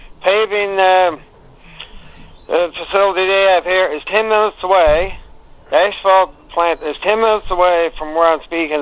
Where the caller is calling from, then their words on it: Rock Harbour, Newfoundland and Labrador, Canada; I'm calling from Bjorn Peninsula again here in Rock Harbor